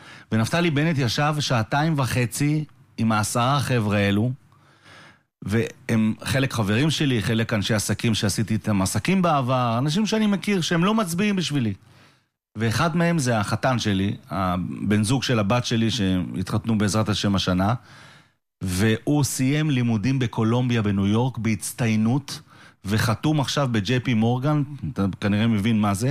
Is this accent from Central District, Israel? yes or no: yes; Netanya, Central District, Israel; יש לי המון חברים בליכוד, מנתניה, מהעיר שלי.